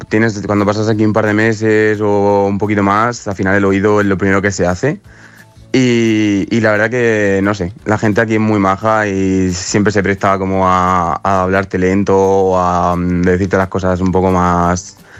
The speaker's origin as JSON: {"language": "Spanish", "town": "Bigastro", "region": "Valencian Community", "country": "Spain", "said": "Sí, yo soy de Bigastro. No sé si lo conoceréis, es un pueblecito"}